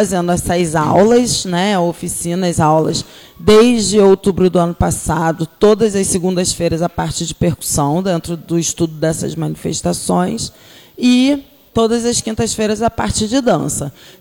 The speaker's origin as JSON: {"language": "Portuguese", "town": "Arraial do Cabo", "region": "Rio de Janeiro", "country": "Brazil", "said": "eu sou de Arraial do Cabo também, fiquei ouvindo aqui as histórias, eu sou cabista, sou do Cabo, Galo."}